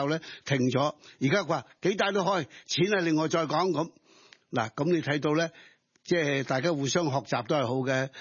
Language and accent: Cantonese; China; 只可以我哋中国人高兴一下。